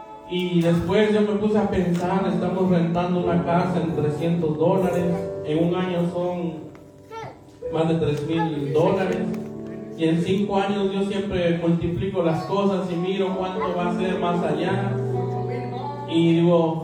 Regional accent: Guatemala; moved away; yo soy de Guatemala.

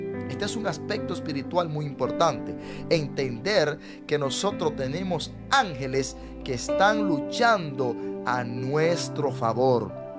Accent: Dominican Republic; moved away; en mi país, allá en Santo Domingo

